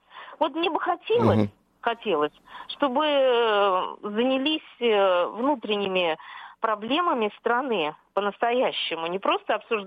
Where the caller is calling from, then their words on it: Saint Petersburg, Russia; я из Санкт-Петербурга.